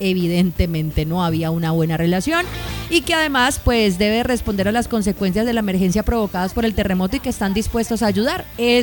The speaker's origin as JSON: {"language": "Spanish", "country": "Colombia", "said": "como civiles, como colombianos"}